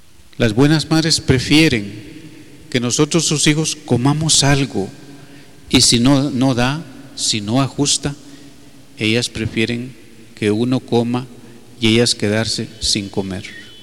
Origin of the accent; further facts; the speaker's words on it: Honduras; Ahí somos nosotros los hondureños.